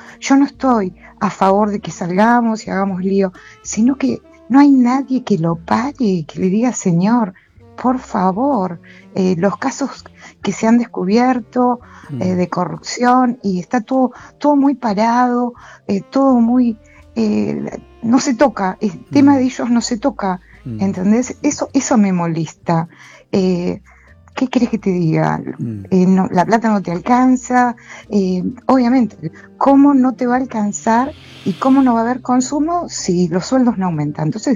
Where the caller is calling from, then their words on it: Avellaneda, Buenos Aires Province, Argentina; yo soy de Avellaneda